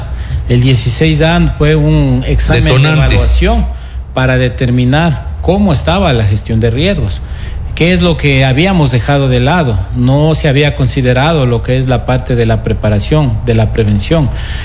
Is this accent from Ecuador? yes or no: yes; Ecuador; nosotros como ecuatorianos